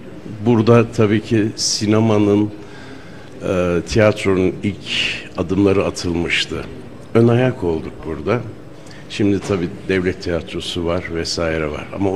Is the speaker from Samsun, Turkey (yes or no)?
no; Sivas, Turkey; moved away; kendi memleketime yıllar sonra gelmek çok farklı oldu benim için.